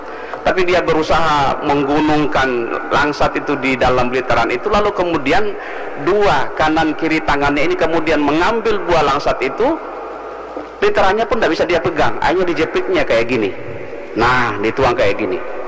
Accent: West Sulawesi, Indonesia; moved away; kampung saya di Sulawesi Pak, di Sulbarn, Pulau Alimandar. Saya dulu waktu masih kecil sering menemani bapak saya itu bertani langsat. Jadi saya sering tinggal di hutan

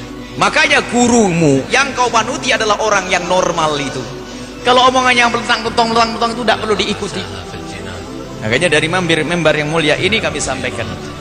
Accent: East Java, Indonesia; Gus ini satu paham dari Jawa Timur, saya Jawa Timur.

